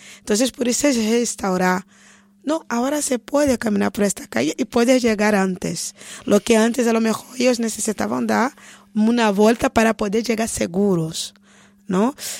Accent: Brazil; primero me ven una mujer africana y después que digo que soy brasileña, que me escuchan hablar, que viene esta idea de latinidad brasileña

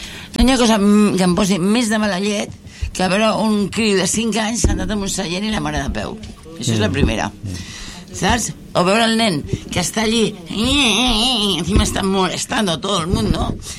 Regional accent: Barcelona, Catalonia, Spain; nosotros como barcelonés

